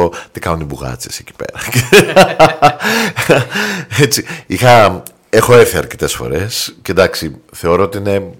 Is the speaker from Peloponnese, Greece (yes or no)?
no; Piraeus, Attica, Greece; Εγώ ούτως ή άλλως είμαι Πειραιώτης